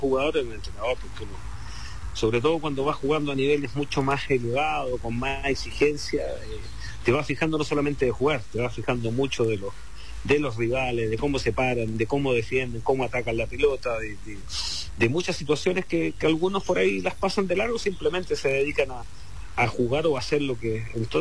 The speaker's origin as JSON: {"language": "Spanish", "region": "Santiago Metropolitan", "country": "Chile", "moved": "as an adult", "said": "Y al final por eso también decido volver a Chile."}